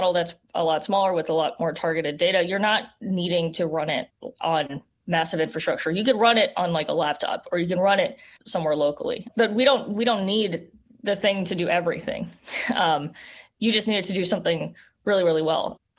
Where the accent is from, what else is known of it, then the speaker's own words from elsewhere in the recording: Las Vegas, Nevada, United States; I'm from Las Vegas, by the way.